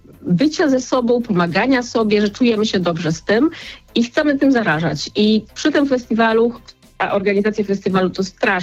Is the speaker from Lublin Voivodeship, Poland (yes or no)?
no; Podlaskie Voivodeship, Poland; pochodzę z Podlasia